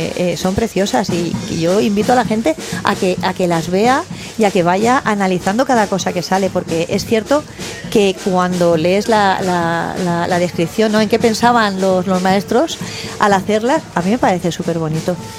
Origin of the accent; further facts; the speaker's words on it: San Vicente del Raspeig, Valencian Community, Spain; como soy de aquí con mote, yo siempre lo digo, siempre que me entrevistáis digo, yo soy de las sanvicenteras con mote.